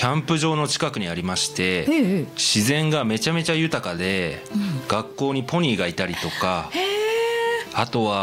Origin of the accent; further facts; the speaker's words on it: Sapporo, Hokkaido, Japan; 私はですね、札幌出身で、札幌の北区に住んでいたんですけれども、